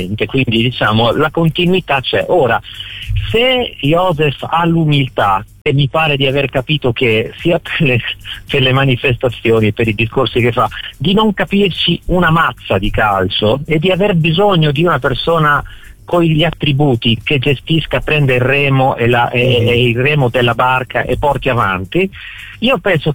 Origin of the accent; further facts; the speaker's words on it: Forlì, Emilia-Romagna, Italy; io sono per i tre quarti di Firenze, sono di Forlì, sono della Viola Club Marco Briganti